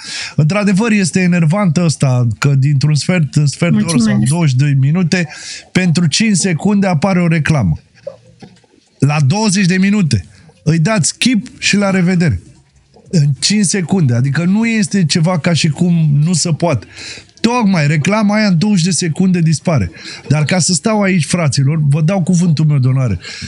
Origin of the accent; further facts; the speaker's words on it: Romania; noi suntem români, nu suntem francezi.